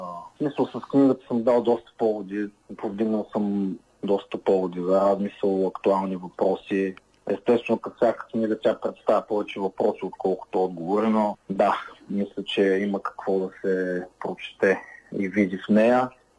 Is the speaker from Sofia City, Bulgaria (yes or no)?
no; Plovdiv, Plovdiv Province, Bulgaria; Това е родния ми град